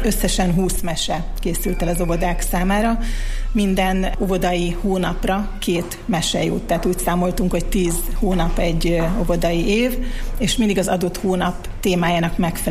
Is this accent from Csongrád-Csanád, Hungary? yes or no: no; Miskolc, Borsod-Abaúj-Zemplén, Hungary; now in Norway; Még Norvégiából is nagy örömmel követtem figyelemmel, hogy mi zajlik a szülővárosomban, illetve még a gimnáziumot is itt jártam. Úgyhogy nagyon kedves számomra Miskolc